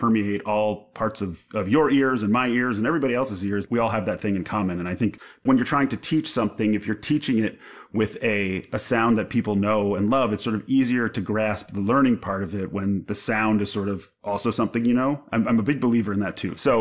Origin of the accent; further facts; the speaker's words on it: Long Island, New York, United States; I didn't grow up in Washington Heights. I grew up on Long Island, which is a very different place.